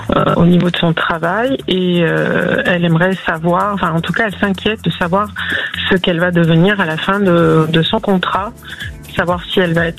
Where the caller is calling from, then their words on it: Valence, Auvergne-Rhône-Alpes, France; De la région de Valentinoise.